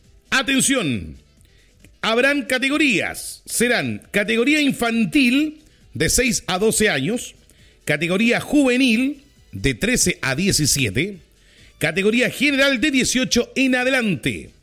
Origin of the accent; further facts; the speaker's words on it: Chile; Mira, me encanta la cueca. Soy chileno, me encanta la cueca.